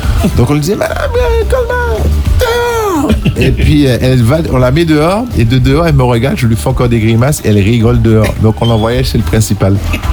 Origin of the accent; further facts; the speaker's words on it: Petit-Canal, Guadeloupe, France; born there; also born or lived in Pointe-à-Pitre; on a quitté Petit Canal, on est allé à Pointe-à-Pitre.